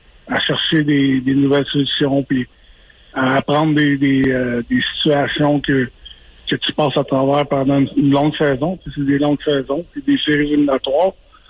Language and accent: French; Quebec, Canada; étant donné que je suis Québécois